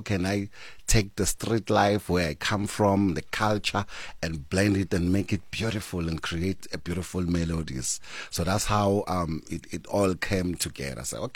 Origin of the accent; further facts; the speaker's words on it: Katlehong, Gauteng, South Africa; You know, when you grow up in the township, sometimes I grow up, I'm coming from Katlehong, where I come from, where Questa is coming from.